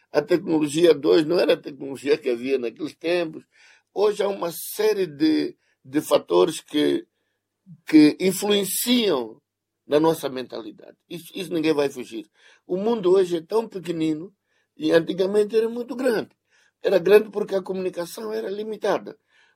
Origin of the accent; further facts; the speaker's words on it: Mozambique; Nós somos moçambicanos